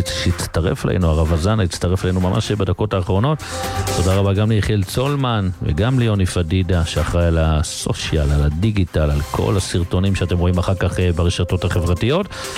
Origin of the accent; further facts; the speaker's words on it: Jerusalem, Jerusalem District, Israel; first language Yiddish; ולכו תסבירו לו שאנחנו גדלנו בירושלים בכלל בחיידר שדיברנו רק יידיש